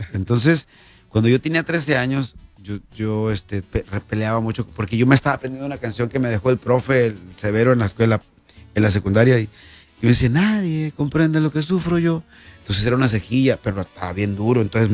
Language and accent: Spanish; Cacalotán, Sinaloa, Mexico; Yo soy de Cacalotán. Hice un grupo de Facebook, cuando ya estaba Facebook.